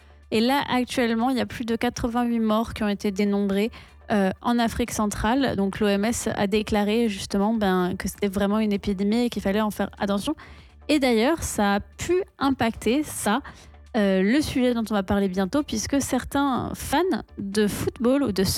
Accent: France

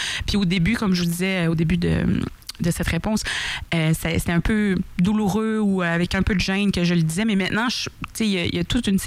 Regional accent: Saguenay, Quebec, Canada; also born or lived in Pessamit; on a été élevés, nous, au Saguenay, à Chicoutimi.

